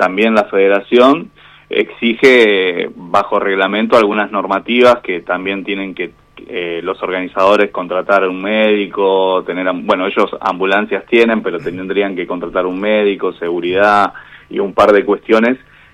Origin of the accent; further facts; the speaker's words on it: San Francisco Solano, Buenos Aires Province, Argentina; en San Francisco Solano. Soy nacido y criado en San Francisco Solano.